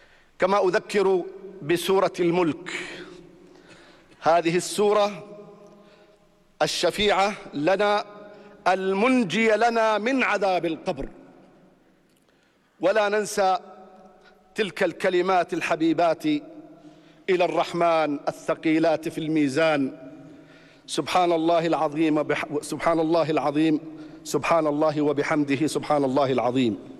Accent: Jordan; بلدنا الأردن

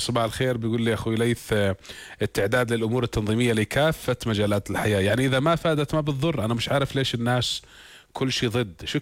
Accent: Jordan; احنا كلنا كأردنيين الحمد لله يعني احنا معروفين بمضيافين للجميع

